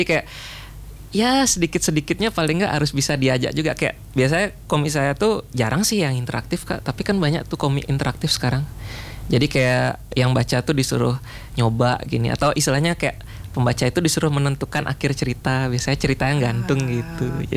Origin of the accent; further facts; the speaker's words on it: Singaraja, Bali, Indonesia; also born or lived in Denpasar; saya asli Singaraja kak. Tapi lahir di Denpasar. Jadi kalau misalkan pakai bahasa Bali halus udah biasa nih di Bali daerah selatan.